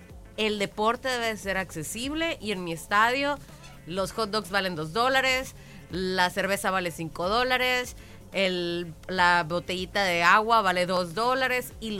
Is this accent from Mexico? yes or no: yes; Mexico